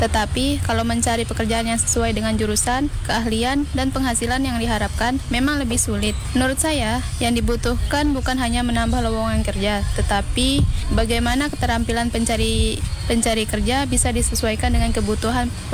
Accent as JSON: {"language": "Indonesian", "town": "Sumbawa", "region": "West Nusa Tenggara", "country": "Indonesia", "said": "asal dari Sumbawa."}